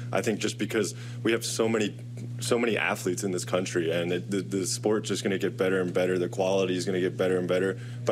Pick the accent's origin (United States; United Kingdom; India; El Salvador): El Salvador; And ultimately, I'm from El Salvador. You go to a game in El Salvador and you see the passion.